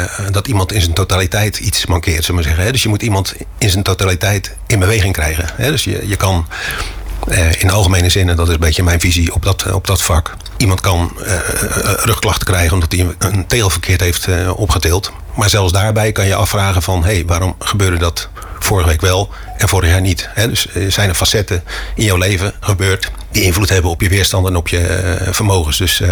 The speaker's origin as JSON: {"language": "Dutch", "town": "Rozenburg", "region": "South Holland", "country": "Netherlands", "tie": "born or raised there", "also_born_or_lived": "Heusden", "said": "Geboren in Heusden, in Brabant. Daar zijn we, omdat mijn vader bij Vrolmen werkte, is een scheepsvaartbedrijf, gingen we uit Brabant naar hier naar Rotterdam, naar Rozenburg."}